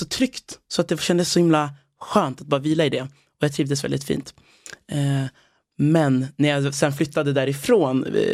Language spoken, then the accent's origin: Swedish; DR Congo; now in Sweden; Ja, i Kongo. Så vi flydde från Kongo till Uganda, som är grannlandet. Och hon tog hand om 8 andra barn. Och då, som sen blev mina syskon, kan man säga. Och tillsammans så kom vi alltså till Sverige.